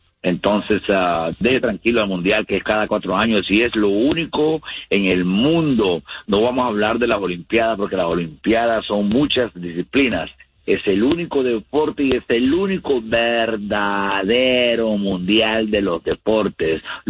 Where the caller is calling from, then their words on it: New York, United States; Le hablo de New York.